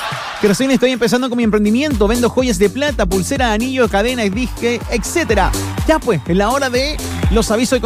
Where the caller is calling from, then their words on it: Laguna Verde, Valparaíso, Chile; de Laguna Verde.